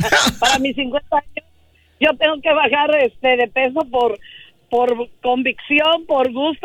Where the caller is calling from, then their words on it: Mexico; Y como buena mexicana